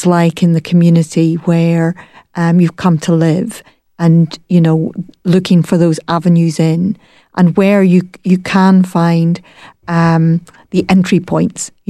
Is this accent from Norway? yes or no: no; Ireland; moved away; sometimes I'm Irish, but I'm also new to coming back to Ireland after, a long time.